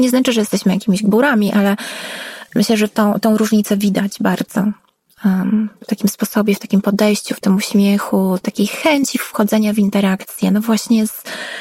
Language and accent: Polish; Warsaw, Masovian Voivodeship, Poland; jestem akurat warszawianką i widzę, jak Warszawa się zmienia